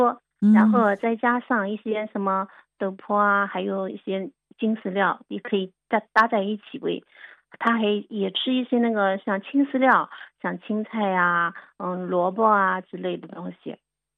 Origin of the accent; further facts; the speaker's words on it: Jiangsu, China; 我们江苏这边的